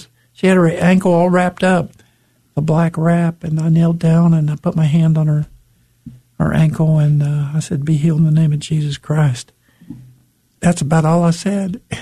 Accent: Cincinnati, Ohio, United States; now in Birmingham, United States; I'm from Cincinnati, Ohio, and I moved to Birmingham in 1982, so 44 years ago.

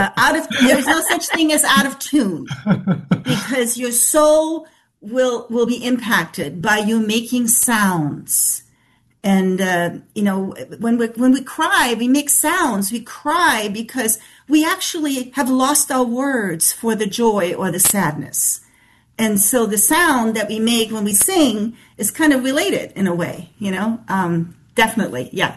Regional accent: Germany; I grew up in Germany, and most of my musical experience was German.

